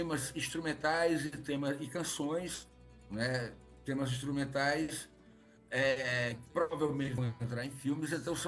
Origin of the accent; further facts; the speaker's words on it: Serra Talhada, Pernambuco, Brazil; porque eu venho do Serra Talhada e venho de uma época em que muita gente aceitava os desígnios da vida, né?